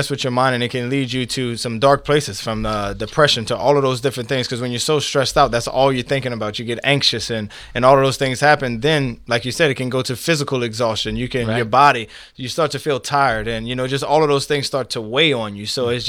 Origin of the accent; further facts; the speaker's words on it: New Iberia, Louisiana, United States; I come from New Iberia, Louisiana.